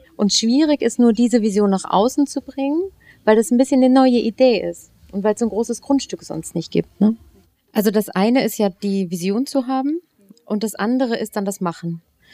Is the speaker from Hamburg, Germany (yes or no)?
yes; Hamburg, Germany; ich komme ursprünglich aus Hamburg, habe das Stadtleben sehr ausgenutzt